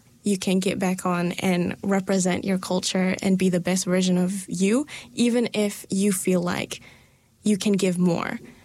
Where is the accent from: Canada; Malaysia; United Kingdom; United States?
Malaysia; first language Malay; English is a second language; speak my mother tongue, Malay, the same way other people my age can, then am I truly Malaysian?